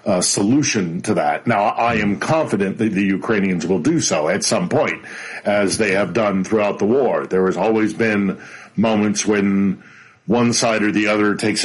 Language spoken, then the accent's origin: English; United States; as an American